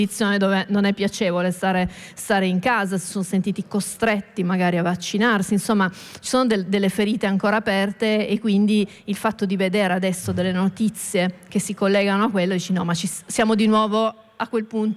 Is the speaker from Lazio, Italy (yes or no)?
no; Turin, Piedmont, Italy; Tra l'altro io sono di Torino e Stamina nasce a Torino da Vannoni